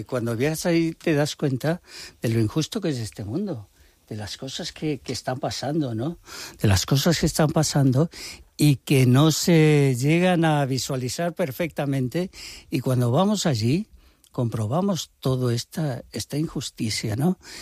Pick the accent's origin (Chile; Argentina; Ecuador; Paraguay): Ecuador; moved away; yo soy ecuatoriano. Y entonces he conocido todo este mundo desde pequeño.